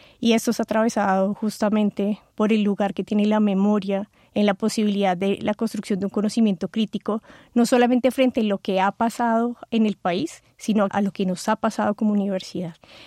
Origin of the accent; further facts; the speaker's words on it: Colombia; Como sociedad colombiana sí que tenemos retos